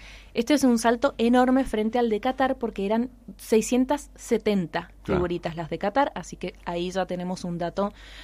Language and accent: Spanish; Argentina; nos ponemos más argentinos, y bueno, somos intensos los argentinos, lo sabemos.